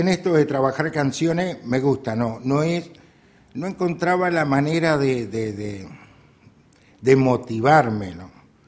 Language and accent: Spanish; Fray Bentos, Río Negro, Uruguay; primero como frayventino y después como uruguayo, ¿no? O primero como uruguayo y después como frayventino.